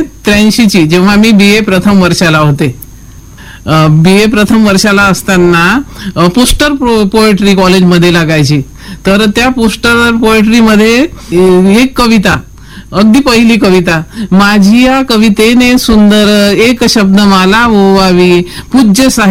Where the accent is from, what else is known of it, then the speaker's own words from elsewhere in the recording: a village in Amravati district, Maharashtra, India; माझं माहेर सूर्यरंजन गाव अमरावती जिल्ह्यातलं